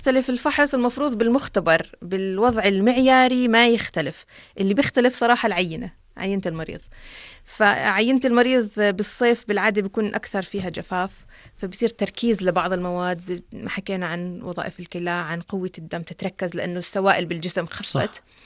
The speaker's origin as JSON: {"language": "Arabic", "country": "Jordan", "said": "الآن موجودة ومتوفرة عندنا في الأردن"}